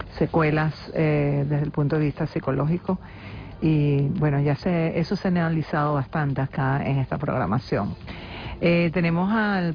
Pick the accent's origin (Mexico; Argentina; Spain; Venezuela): Venezuela; como bien somos los venezolanos y las venezolanas